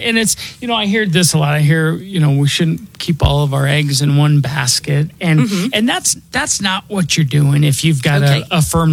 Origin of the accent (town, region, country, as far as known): Denver, Colorado, United States; born or raised there